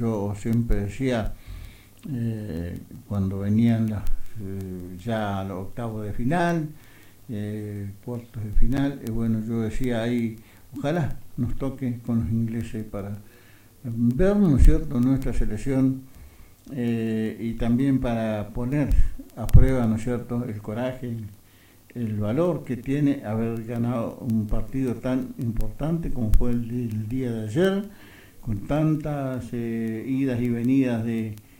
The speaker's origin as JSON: {"language": "Spanish", "country": "Argentina", "said": "mi pueblo argentino"}